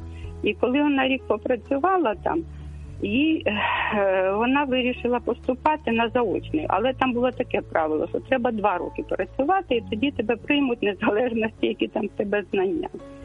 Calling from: Kyiv, Ukraine; я з Києва дзвоню.

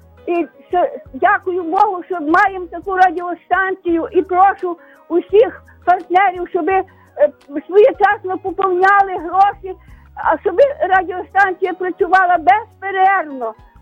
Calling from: Lviv Oblast, Ukraine; я з Дрогобицького району.

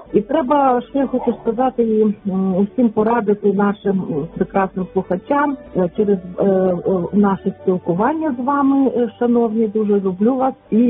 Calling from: Lviv, Lviv Oblast, Ukraine; я зі Львова.

